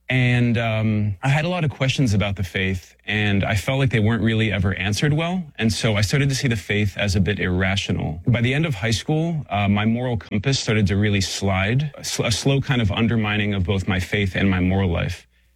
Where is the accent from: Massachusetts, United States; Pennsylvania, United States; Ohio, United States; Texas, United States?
Pennsylvania, United States; Pittsburgh; also born or lived in Saudi Arabia; And then when I was eight, we moved to Pittsburgh, Pennsylvania. And so I grew up in Pittsburgh, had a really good childhood and a loving family.